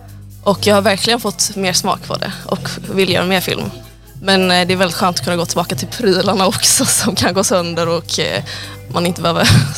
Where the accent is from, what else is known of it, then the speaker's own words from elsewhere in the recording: Gothenburg, Västra Götaland County, Sweden; moved away; also born or lived in Västerbotten; Jag är från Göteborg